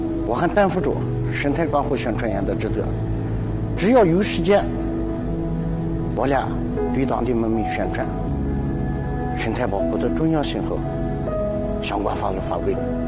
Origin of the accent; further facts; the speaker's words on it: Qinghai, China; 这里就是生我养我的地方。